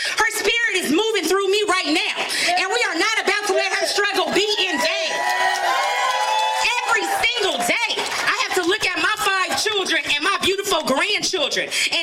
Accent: San Francisco, California, United States; I am born and raised in Bayview Hunters Point, Double Rocks to be exact. I'm a Bayview Hunters Point down to my very bones.

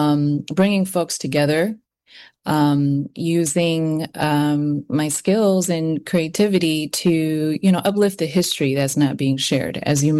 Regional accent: California, United States; I think being born and raised in the Bay Area, I was like, you know, it's a little bit different in Los Angeles than I read.

